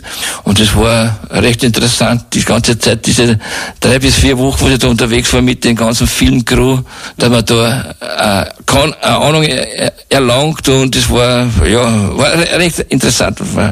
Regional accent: Untermarkersdorf, Lower Austria, Austria; also born or lived in Hadres; now in Seefeld-Kadolz, Austria; ich bin geboren bin ich in Untermackersdorf aufgewachsen, in Hagsdorf und jetzt in Seefeld. Also gehört das ganze Pulkertal kennen wir.

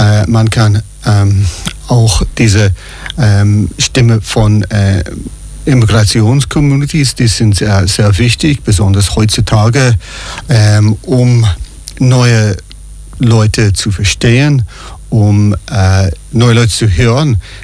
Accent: Dublin, Leinster, Ireland; German is a second language; Ich komme aus Dublin in Irland.

